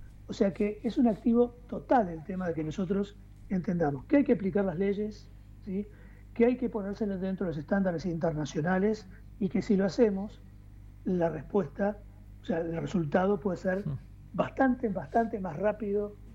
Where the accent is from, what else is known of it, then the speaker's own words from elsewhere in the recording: Argentina; como argentinos creemos que sabemos todo